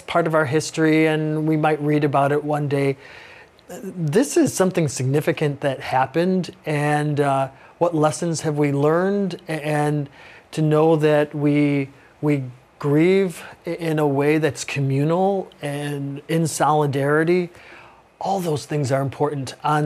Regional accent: Chicago, Illinois, United States; I had a lot, you know, I'm from Chicago, yeah. So I had family and friends who attended that particular baseball game.

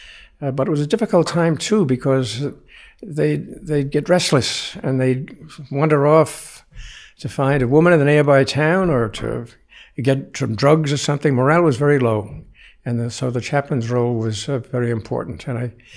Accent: New York City, New York, United States; I grew up in the Bronx, and everything revolved around the parish, and the priest was the leader.

